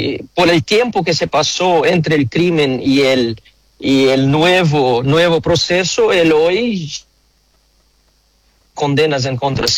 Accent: Rio Grande do Sul, Brazil; yo soy de Rio Grande do Sul, que es un estado vecino de Argentina

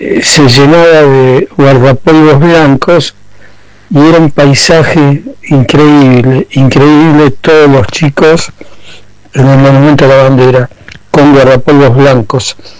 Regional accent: Rosario, Santa Fe, Argentina; now in Buenos Aires, Argentina; soy porteño, pero me crié en Rosario a partir de los 5 años. Hice toda mi escuela primaria allá en Rosario

